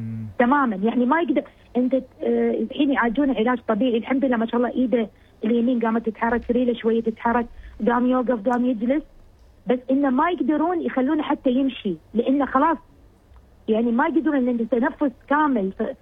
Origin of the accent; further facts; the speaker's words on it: United Arab Emirates; فبعدين صارت أزمة شوية هني عندنا في الإمارات معينة كذي